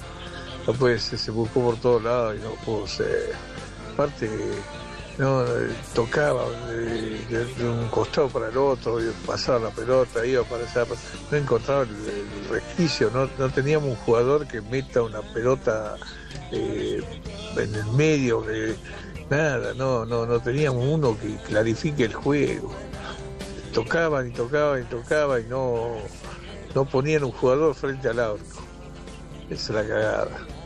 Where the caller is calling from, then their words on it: San Miguel, Buenos Aires Province, Argentina; de San Miguel